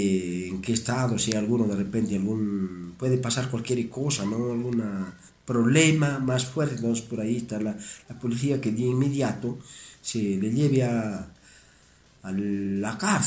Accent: Peru; demostrar que somos buenos peruanos

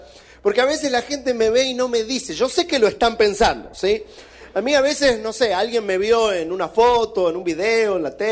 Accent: Argentina; moved away; also born or lived in California; Soy argentino, aunque vivo hace muchos años afuera, así que mi acento quizás es un poquito extraño. Fui pastor en California por varios años

